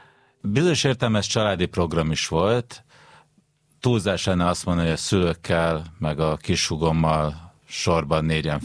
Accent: Budapest, Hungary; 1977. december 4-én születtem Budapesten.

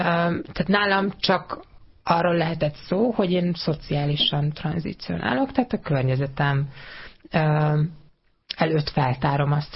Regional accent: Borsod-Abaúj-Zemplén, Hungary; én egy icipiti faluból származom, Borsod megyéből, egy 800 fős kis faluból.

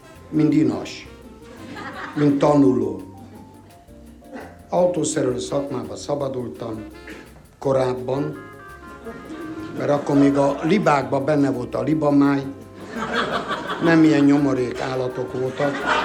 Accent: Greece; Nem, én görög vagyok eredetileg.

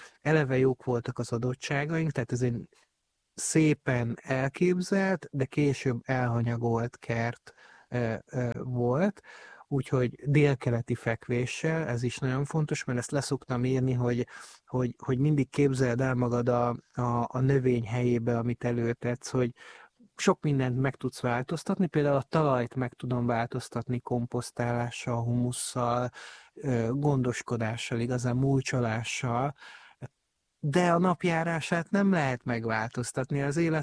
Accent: Abda, Győr-Moson-Sopron, Hungary; moved away; Vidéken nőttem fel egy kis faluban, Dunántúlon, Abdán, Győr mellett

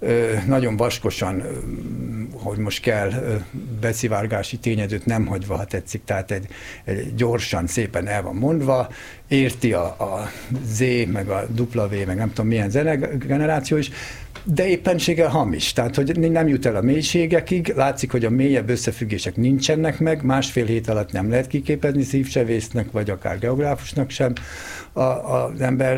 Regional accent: Jász-Nagykun-Szolnok, Hungary; Én a Tisza ártéren nőttem föl, úgymond Szolnok alatt

